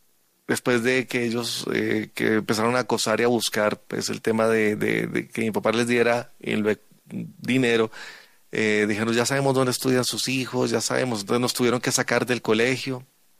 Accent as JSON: {"language": "Spanish", "town": "Medellín", "region": "Antioquia", "country": "Colombia", "tie": "born or raised there", "said": "yo soy de Medellín, yo nací en Medellín, Colombia, una tierra muy hermosa"}